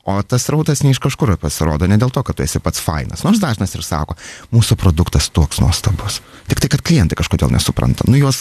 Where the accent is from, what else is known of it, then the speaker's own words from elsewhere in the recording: Vilnius, Vilnius County, Lithuania; moved away as an adult; now in Portugal; aš esu vilnietis